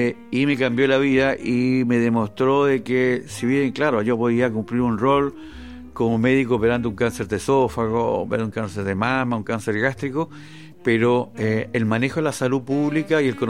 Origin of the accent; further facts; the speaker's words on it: O'Higgins, Chile; moved away as an adult; después volví a mi tierra, porque yo soy de la sexta región, volví a la región de O'Higgins